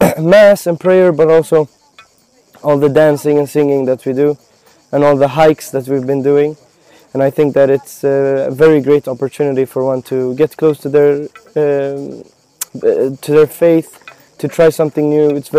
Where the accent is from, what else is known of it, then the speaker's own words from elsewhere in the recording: Sweden; I'm 24 years old and I'm a pilgrim from Sweden.